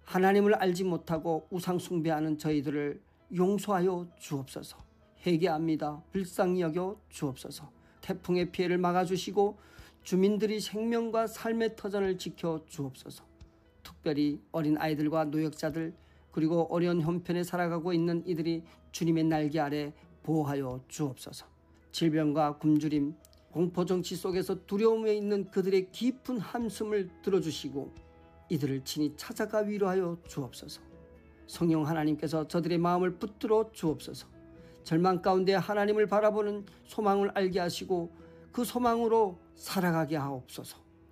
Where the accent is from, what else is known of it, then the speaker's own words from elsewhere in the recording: Hamgyong, North Korea; moved away; 저의 고향 함경도에도